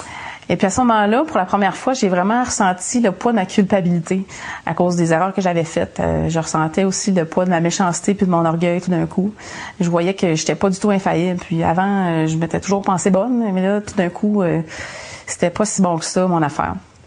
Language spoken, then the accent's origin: French; Saint-Félicien, Quebec, Canada; Moi, j'ai grandi au Lac-Saint-Jean, Saint-Félicien. Je suis la plus jeune d'une famille de 5 enfants. Et puis, c'est une famille typiquement québécoise, normale, avec des bons parents. Mes parents m'ont toujours amené à l'église catholique pour la messe quand j'étais petite.